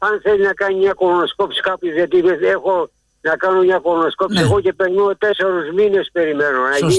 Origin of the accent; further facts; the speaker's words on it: Lefkada, Ionian Islands, Greece; moved away; Είμαστε και πατριώτες. Από Λευκάδα.